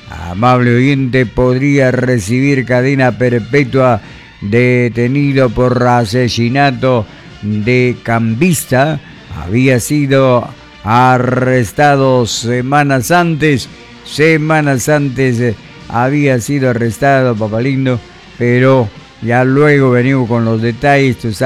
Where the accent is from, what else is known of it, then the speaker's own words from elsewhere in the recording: Reque, Lambayeque, Peru; Llegó a mi ciudad natal de Reque